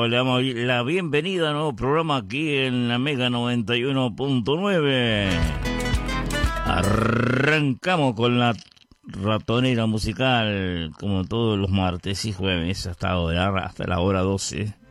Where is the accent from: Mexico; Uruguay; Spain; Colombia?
Uruguay; como sudamericano me siento contento que haya ganado Argentina